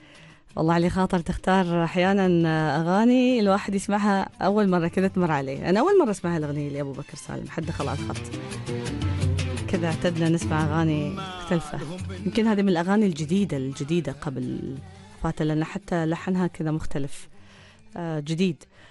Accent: Oman; لأن إحنا كمجتمع عماني عندنا العيد في كثير من المظاهر

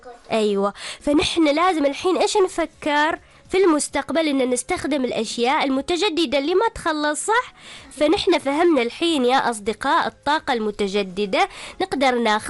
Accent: Oman; في بلادنا عمان

